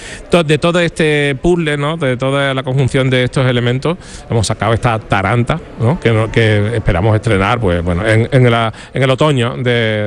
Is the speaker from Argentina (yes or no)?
no; Mazagón, Andalusia, Spain